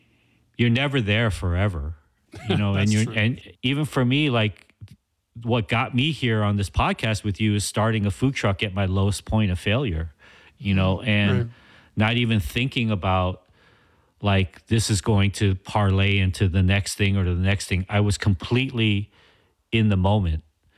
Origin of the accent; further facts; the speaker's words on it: Los Angeles, California, United States; we're from Los Angeles. We're specifically from the central region of Los Angeles, the city, Koreatown, East Hollywood, Pico Union, Mid-City.